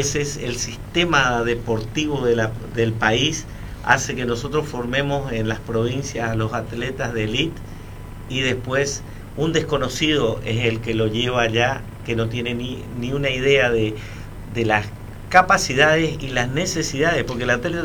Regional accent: Argentina; now in Oberá, Argentina

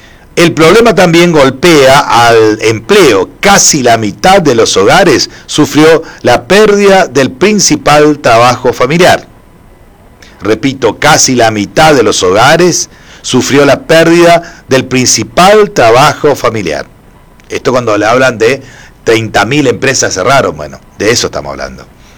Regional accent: Argentina

